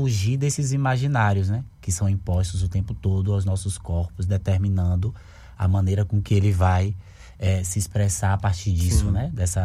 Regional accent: Salvador, Bahia, Brazil; Porque eu sou de Cajazeiras

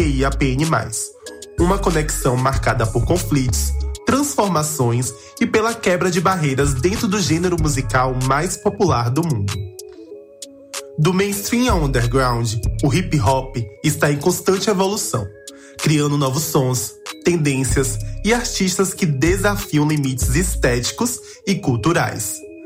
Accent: Mundo Novo, Bahia, Brazil; now in Salvador, Brazil; sou de Mundo Novo e moro em Salvador.

